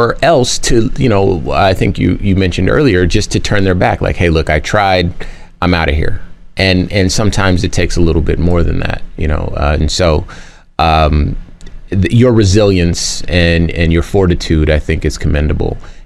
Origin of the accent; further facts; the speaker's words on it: Compton, California, United States; I've lived a life that I You know, I'm from Compton.